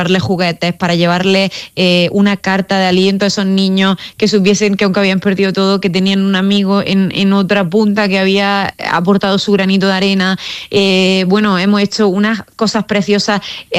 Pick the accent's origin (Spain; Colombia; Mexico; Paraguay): Spain; Roquetas de Mar, Andalusia; más de 500 personas en mi pueblo, en Roquetas de Mar